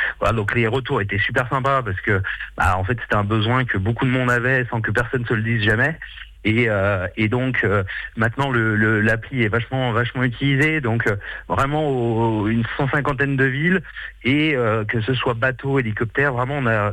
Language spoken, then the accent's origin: French; Lyon, Auvergne-Rhône-Alpes, France; On vient d'acheter à L'Île-Dieu il y a un an et on est lyonnais à la base.